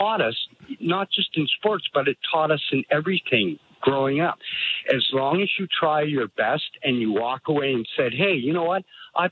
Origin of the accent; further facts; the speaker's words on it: Victoria, British Columbia, Canada; growing up in Victoria at Colquitt's Middle School